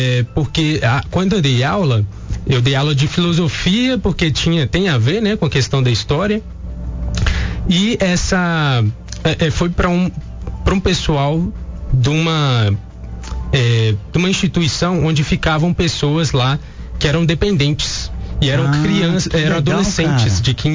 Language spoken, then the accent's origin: Portuguese; Coronel Fabriciano, Minas Gerais, Brazil; é nascido e criado aqui no Vale do Aço, né? Nasci aqui em Coronel Fabriciano.